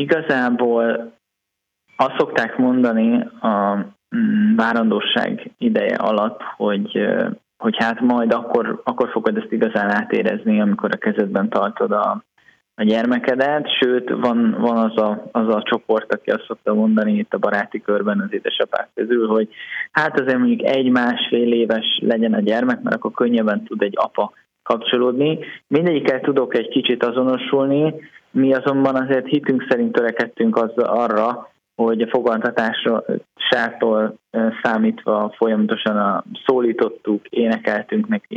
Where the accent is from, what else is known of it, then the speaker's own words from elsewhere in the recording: Budapest, Hungary; én egy teljesen vallástalan családból származom, egy budapesti családból, egykeként nőttem föl.